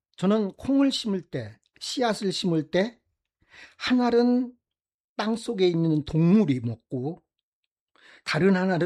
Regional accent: Wanju, North Jeolla, South Korea; moved away as an adult; also born or lived in Jeonju / Seoul / Indonesia; 저는 전라북도 완주군의 한 작은 산골에서 태어나 시골 중학교를 졸업하고 전주로 나와서

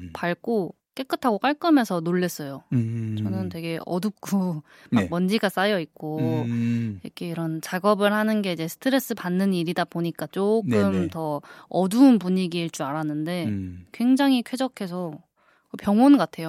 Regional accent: Jeonju, North Jeolla, South Korea; 여기서 태어나서 네, 쭉 전주에서 살고 있습니다.

